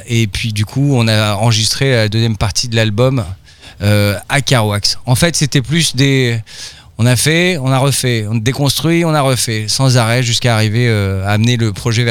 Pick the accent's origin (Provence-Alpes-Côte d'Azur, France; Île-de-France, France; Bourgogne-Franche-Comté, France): Île-de-France, France; Paris; moved away as an adult; now in Brittany, France; moi, à la base, je suis de Paris, je suis venu habité en Bretagne